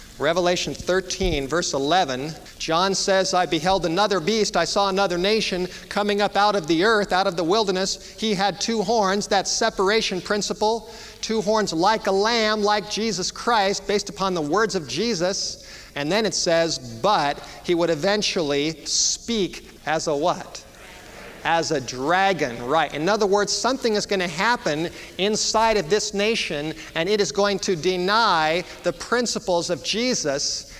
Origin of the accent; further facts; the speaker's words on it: United States; I enjoy the freedom that we have here, and other countries, other parts of the world have never had the kind of freedom that we have here in America.